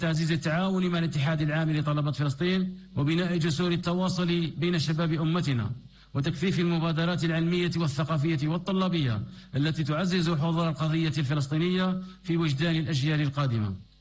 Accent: Algeria; ونحن من الجزائر نؤمن بأن المستقبل سيكون دائما إلى جانب أصحاب الحق،

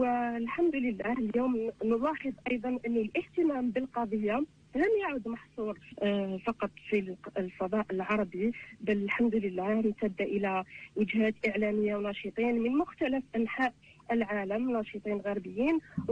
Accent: Algeria; نحن كجزائريين

